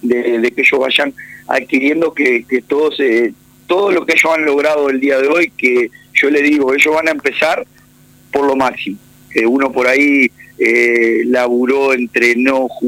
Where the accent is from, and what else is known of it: Río Branco, Cerro Largo, Uruguay